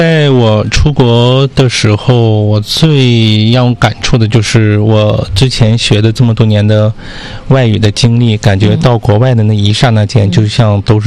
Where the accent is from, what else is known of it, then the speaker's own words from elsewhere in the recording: Russia; Chinese is a second language; 完了之后我们俄罗斯人说呢，我们可能听的时候也有比较这个不理解，就是语音上的一个差异。